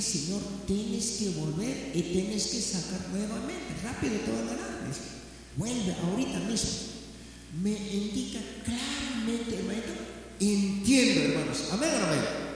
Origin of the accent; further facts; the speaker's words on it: Peru; Sí, soy peruano.